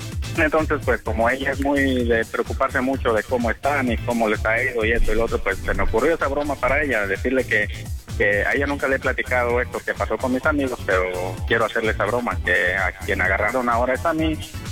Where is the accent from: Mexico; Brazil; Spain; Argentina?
Mexico; Guanajuato; que de hecho es de allá, de mi lugar donde estoy. Yo soy de Guanajuato.